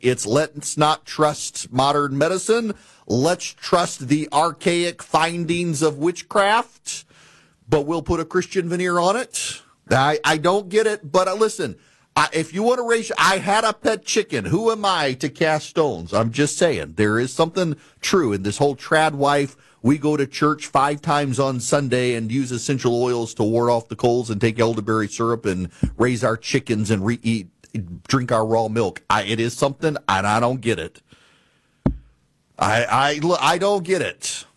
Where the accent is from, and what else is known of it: Dubai, United Arab Emirates; born or raised there